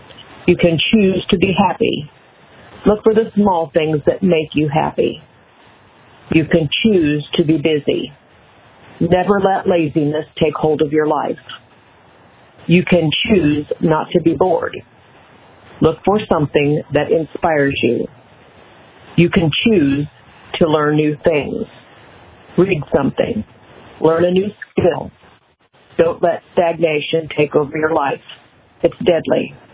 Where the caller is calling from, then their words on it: Yorktown, Indiana, United States; I'm from Yorktown, Indiana. I'm 69 years young.